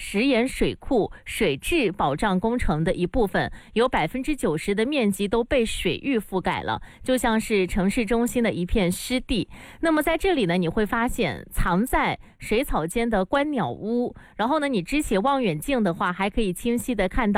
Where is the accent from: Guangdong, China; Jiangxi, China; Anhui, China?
Guangdong, China; 我觉得我们广东人可能对这种金黄色的树木哈会很有感觉，因为平时不怎么看到